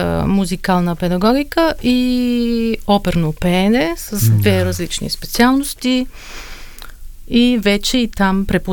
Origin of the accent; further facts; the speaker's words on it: Berlin, Germany; Аз съм израснала в Берлин и там съм завършила училище, средно образование в едно училище, се казва Георг Фридрих Хендел Шуле.